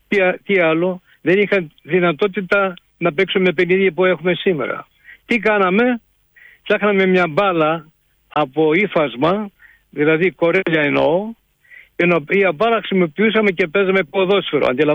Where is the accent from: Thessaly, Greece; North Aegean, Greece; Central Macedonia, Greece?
Thessaly, Greece; το χωριό μου απέχει από τον ομό, από την Καρδίτσα εννοώ, περίπου 20 χιλιόμετρα. Έχει υψόμετρο 320 μέτρα.